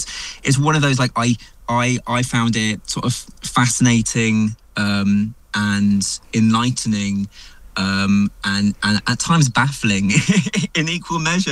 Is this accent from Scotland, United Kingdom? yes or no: yes; Scotland, United Kingdom; this is my pronunciation despite being Scottish